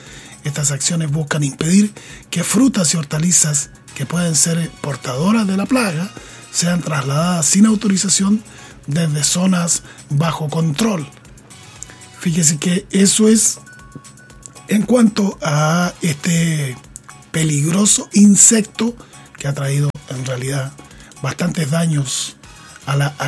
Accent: Chile

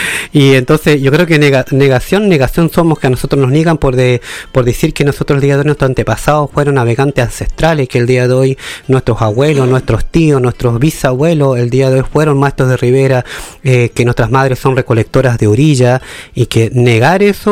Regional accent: Chile; seguimos siendo chilenos

